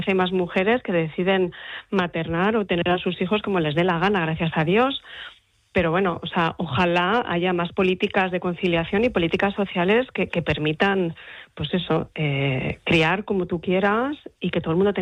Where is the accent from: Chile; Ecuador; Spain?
Spain; Gijón, Asturias; yo soy de provincias, yo soy de Gijón además